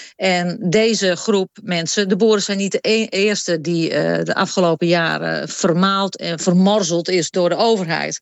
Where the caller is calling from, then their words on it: Netherlands; Wanneer staan wij als Nederlanders nu eens op?